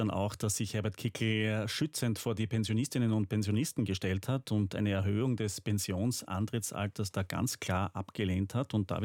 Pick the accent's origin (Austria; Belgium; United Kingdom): Austria; Da haben bei uns in Österreich wahrscheinlich viele sofort auf den Wahlkalender geschaut, denn auch bei uns ist die FPÖ in den Umfragen mit deutlichem Abstand vorne